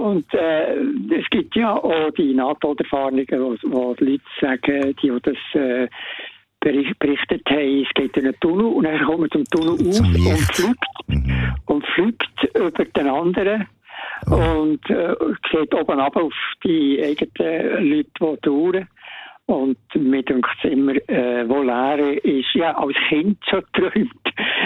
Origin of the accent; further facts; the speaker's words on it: Bern, Switzerland; Ich bin Berner, bei der Oli.